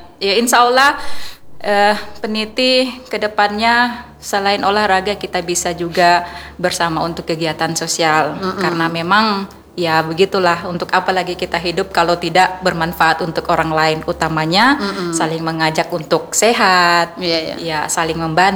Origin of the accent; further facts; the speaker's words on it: Central Sulawesi, Indonesia; saya asli Pantai Barat.